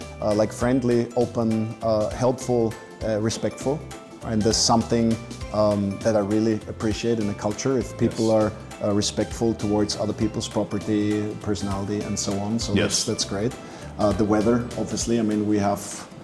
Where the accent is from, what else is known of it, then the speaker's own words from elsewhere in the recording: Austria; But the thing is, for me, I grew up in Austria. Austria is very close to Italy, and pasta for me is what noodles should be like.